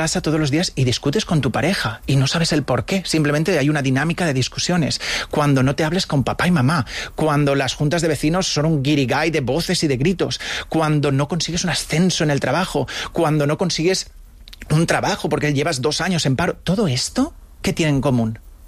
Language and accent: Spanish; Spain